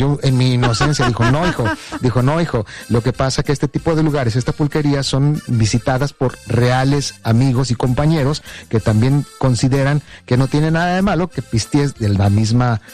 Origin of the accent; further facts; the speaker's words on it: Mexico City, Mexico; also born or lived in Aguascalientes; somos del DF, somos del DF.